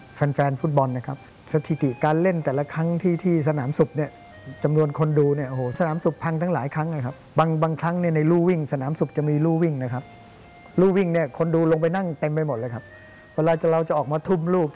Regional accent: Phitsanulok, Thailand; พอผมเรียนประถมที่จังหวัดพิษณุโลกนะผมเป็นคนพิษณุโลก

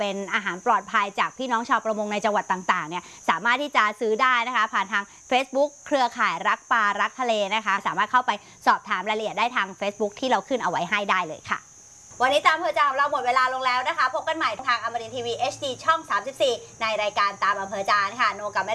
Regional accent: Southern Thailand, Thailand; ไม่ได้เราเป็นคนใต้

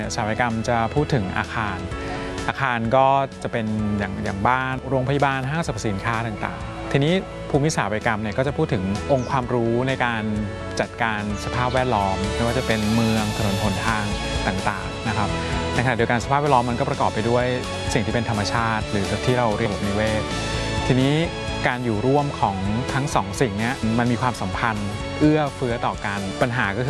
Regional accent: Bangkok, Thailand; เราเองก็เติบโตในเมืองในกรุงเทพที่มันมีปัญหาอยู่เยอะเจอน้ำท่วมเดินลุยน้ำรถติดไปเรียน

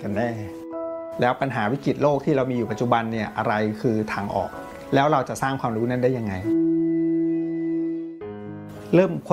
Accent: Bangkok, Thailand; เป็นเด็กกรุงเทพครับเกิดและโตที่กรุงเทพที่บ้านเนี่ยให้ความสำคัญกับการเรียนรู้มาก

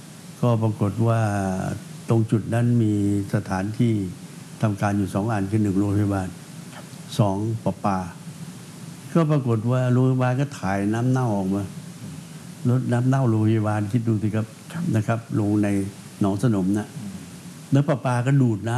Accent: Phetchaburi, Thailand; ผมเป็นคนเพชรบุรี

